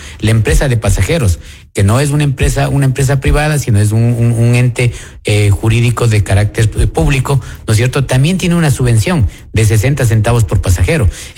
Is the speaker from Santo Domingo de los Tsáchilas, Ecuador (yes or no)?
no; Quito, Pichincha, Ecuador; yo le digo como quiteño